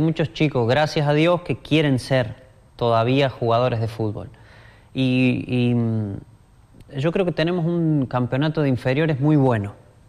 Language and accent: Spanish; Argentina; pasa eso con lo competitivo que somos